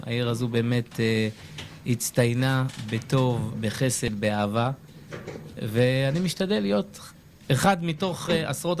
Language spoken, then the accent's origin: Hebrew; Netanya, Central District, Israel; אני יליד העיר, 43 שנה. נתניה זה עיר שבאמת אי אפשר להגדיר אותה במשפט או שניים